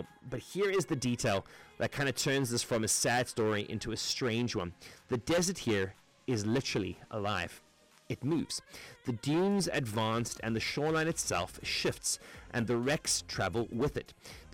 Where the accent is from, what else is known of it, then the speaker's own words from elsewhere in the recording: South Africa; my home country, South Africa